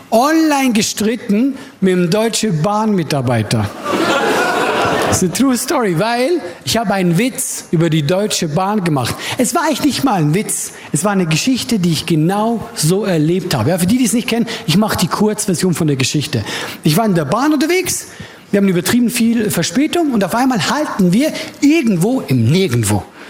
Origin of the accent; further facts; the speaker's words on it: Switzerland; für mich als Schweizer